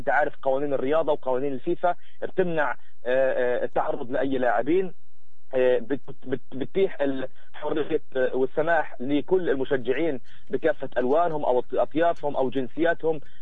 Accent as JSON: {"language": "Arabic", "country": "Palestine", "said": "كفلسطينيين"}